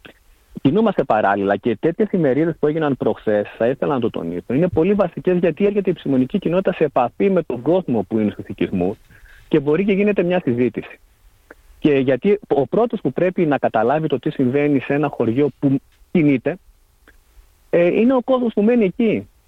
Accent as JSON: {"language": "Greek", "town": "Perivoli", "region": "Western Macedonia", "country": "Greece", "tie": "born there", "said": "στο χωριό μου εδώ που είμαι από τα Γρεβενά, από το περιβόλι Γρεβενών"}